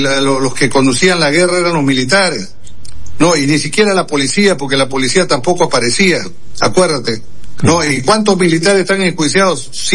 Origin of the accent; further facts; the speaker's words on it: Peru; acá, en el Perú